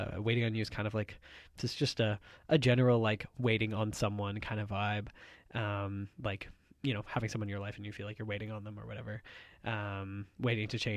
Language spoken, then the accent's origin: English; Winnipeg, Manitoba, Canada; As Cooper said, I'm also from Treaty One Territory, born and raised in Winnipeg. I'm an Anishinaabe artist